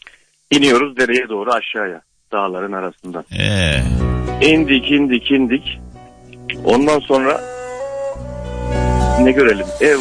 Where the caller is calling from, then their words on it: Ankara, Turkey; ben Ankara'dan.